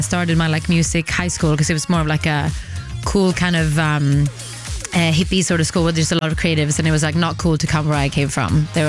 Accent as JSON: {"language": "English", "region": "Stockholm County", "country": "Sweden", "tie": "born or raised there", "said": "growing up in Sweden. Like, I grew up in this kind of like fancy suburb outside of Stockholm, but like Sweden fancy level."}